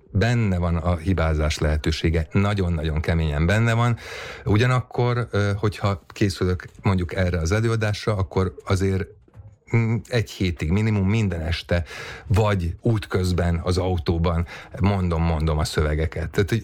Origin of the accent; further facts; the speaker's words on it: Hungary; magyarként itt élünk Európa közepén